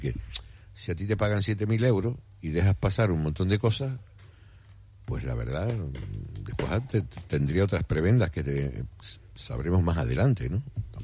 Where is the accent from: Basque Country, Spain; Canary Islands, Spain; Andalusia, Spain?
Canary Islands, Spain